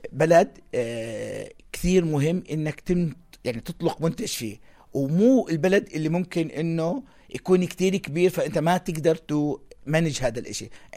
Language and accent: Arabic; Jordan; احنا نكون بايز عشان اردنيين،